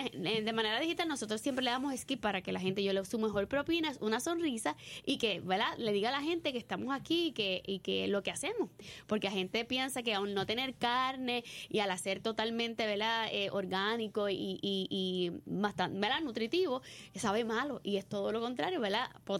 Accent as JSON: {"language": "Spanish", "country": "Puerto Rico", "said": "nos enseñan como puertorriqueños que la vulnerabilidad es parte del crecimiento"}